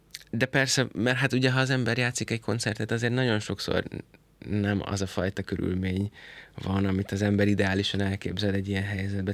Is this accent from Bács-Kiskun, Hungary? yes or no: no; Szentendre, Pest, Hungary; én meg ugye szentendrei vagyok eredetileg